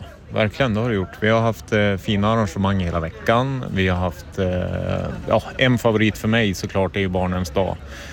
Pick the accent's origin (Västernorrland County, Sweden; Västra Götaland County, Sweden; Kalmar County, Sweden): Västernorrland County, Sweden; Sollefteå; born or raised there